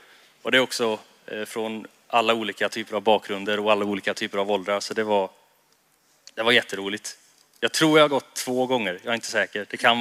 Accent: Kinna, Västra Götaland County, Sweden; moved away as an adult; now in Jönköping, Sweden; Jag var 19 år gammal. Och jag skulle flytta till Jönköping. Jag kommer från Kinna från början. En liten ort utanför Borås, om man inte har koll på den.

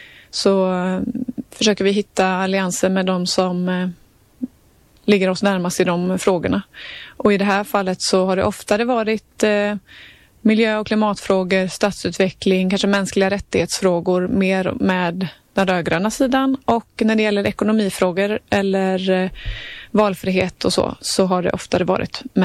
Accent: Bengtsfors, Västra Götaland County, Sweden; now in Gothenburg, Sweden; Nej, jag har en stuga i norra Dalsland som jag är ifrån då. Jag kommer ifrån Bengtsfors kommun, så att jag brukar hänga där en del i stugan och sen också lite i Göteborg.

